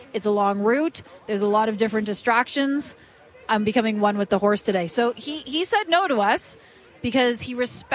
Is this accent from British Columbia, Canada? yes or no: no; Oshawa, Ontario, Canada; moved away; I grew up in Ontario, and where I grew up, there was literally a horse farm a couple blocks away before Oshawa was really built out.